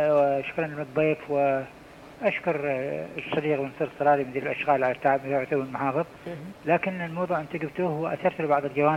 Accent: Aden, Yemen; عندنا في عدن

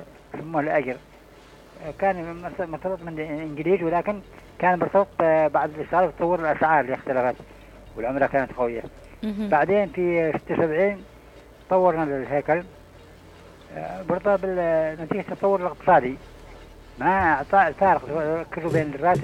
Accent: Aden, Yemen; نحن كلنا طلعنا من عدن

